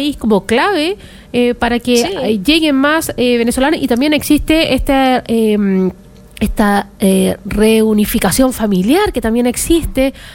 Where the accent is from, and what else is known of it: Chile